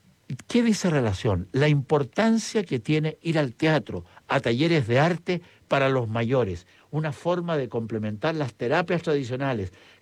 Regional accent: Chillán, Ñuble, Chile; en Chillán, miren, mi tierra

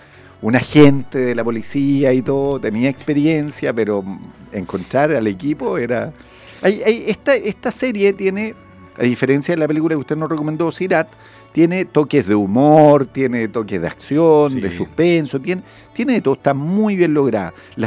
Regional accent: Spain; Pero como española podríamos entenderla, no hay problema.

